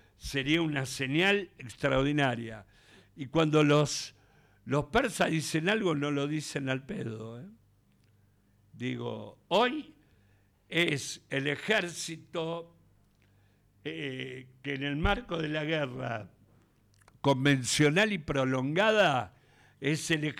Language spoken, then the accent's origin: Spanish; Argentina; Soy el único argentino